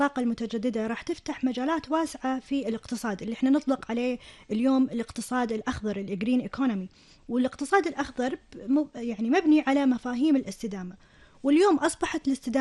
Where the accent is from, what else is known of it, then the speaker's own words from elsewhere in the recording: Kuwait; عندنا في الكويت